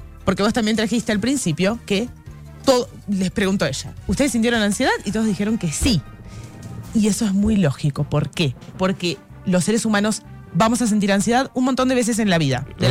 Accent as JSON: {"language": "Spanish", "country": "Argentina", "said": "Pero yo soy argentina, sí."}